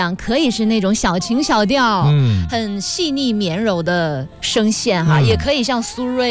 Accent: Northeast China, China; now in Beijing, China; 作为一个东北人

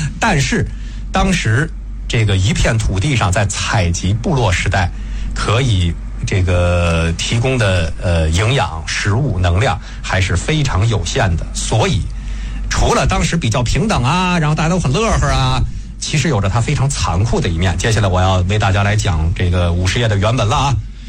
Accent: China; 所以我们中国人的祖训为什么不要涸泽而渔啊？

